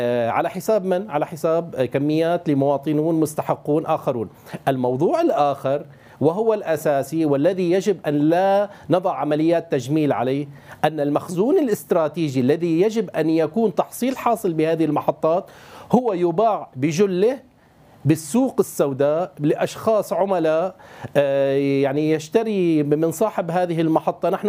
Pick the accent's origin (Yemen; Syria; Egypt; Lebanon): Syria